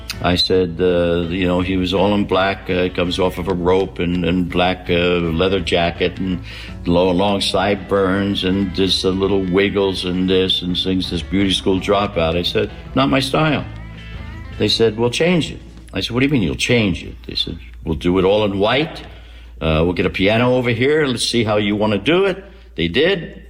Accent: Philadelphia, Pennsylvania, United States; she thinks it's a kid that I grew up with in South Philly, a lot of Italian kids, thought it was Bobby De Niro.

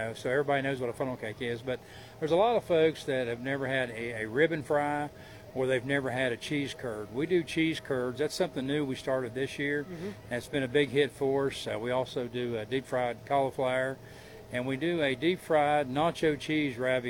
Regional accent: Craigsville, West Virginia, United States; also born or lived in Richwood; that's where I'm from. I grew up in Craigsville and graduated here in Richwood in 1983

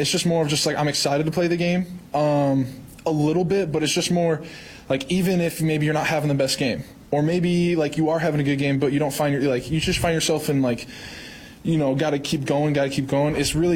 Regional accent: Michigan, United States; Like, I'm from Michigan, so like Ford Field is decently big.

